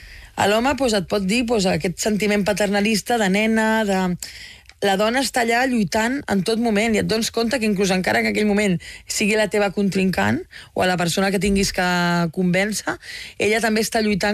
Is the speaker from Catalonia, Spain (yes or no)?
yes; Tarragona, Catalonia, Spain; jo sóc com tu, de Tarragona, i...